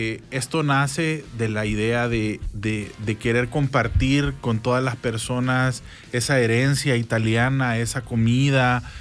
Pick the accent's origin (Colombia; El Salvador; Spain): El Salvador; born there; Ya nacimos aquí, nosotros ya somos salvadoreños italianos